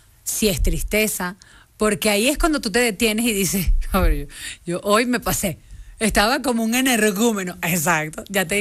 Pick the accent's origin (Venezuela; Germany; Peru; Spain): Venezuela; moved away as an adult; now in Mexico; si yo emigré de Venezuela a México, me queda claro.